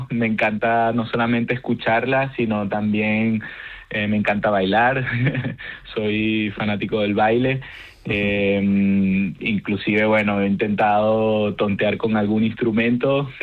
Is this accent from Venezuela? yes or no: yes; Caracas, Capital District, Venezuela; born there; primero quisiera aclarar que aunque soy, o sea, que nací en Caracas, soy español de origen.